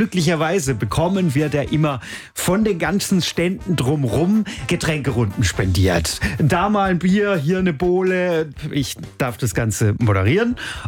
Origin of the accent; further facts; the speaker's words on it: Bad Herrenalb, Baden-Württemberg, Germany; Bei uns ist am Wochenende in meinem Heimatort in Bad Herrnheim im Nordschwarzwald Klosterfest